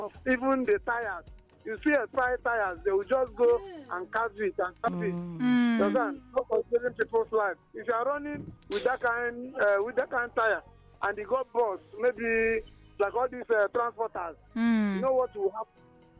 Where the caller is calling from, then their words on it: Nigeria; from Ubokulu.